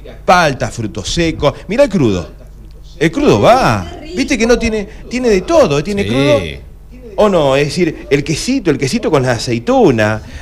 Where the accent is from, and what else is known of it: Argentina